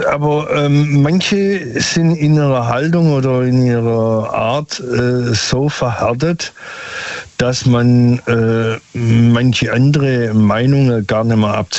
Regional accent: Stuttgart, Baden-Württemberg, Germany; Vom Großraum Stuttgart.

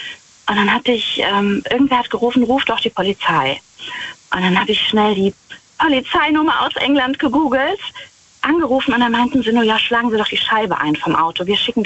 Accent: Rhineland-Palatinate, Germany; Ich bin aus der Nähe von Wittlich.

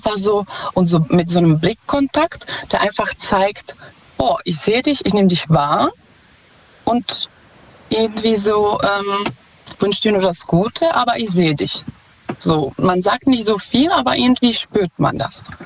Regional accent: Czechia; German is a second language; Ich komme ursprünglich aus Tschechien.

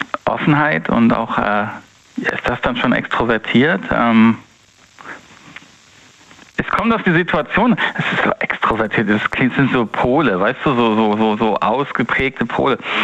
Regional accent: Northern Germany, Germany; Aber sag mal so, ich komme aus Norddeutschland ursprünglich, ne? Und die Norddeutschen pflegen mit knackigen Worten zu sagen, was sie denken.

